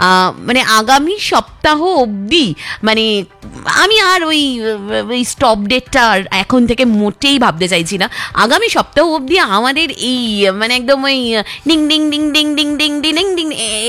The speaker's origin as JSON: {"language": "Bangla", "town": "Kolkata", "region": "West Bengal", "country": "India", "tie": "born or raised there", "said": "আমি যেহেতু ছোটবেলা থেকেই নর্থ কলকাতায় বড় হয়েছি"}